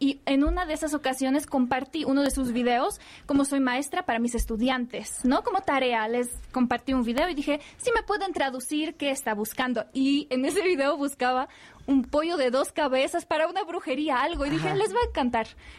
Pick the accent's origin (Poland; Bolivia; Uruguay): Poland; Wrocław, Lower Silesian Voivodeship; Spanish is a second language; moved away as an adult; now in Mexico; Soy de Wrocław, que es en el sur de Polonia.